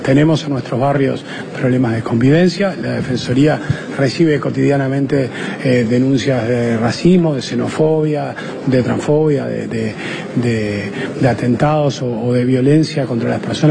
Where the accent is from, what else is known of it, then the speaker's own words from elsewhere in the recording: Montevideo, Uruguay; Nosotros nos mentiríamos como montevideanos si decimos que todos los montevideanos y montevideanas tienen acceso a la Rambla